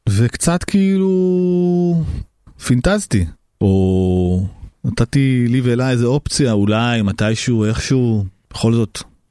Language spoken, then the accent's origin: Hebrew; Tel Aviv, Tel Aviv District, Israel; בכל זאת, אנחנו נולדנו פה, זה, אני מכיר כל רחוב וכל סמטה בתל אביב, תל אביב מבחינתי זו העיר הכי מדהימה בעולם.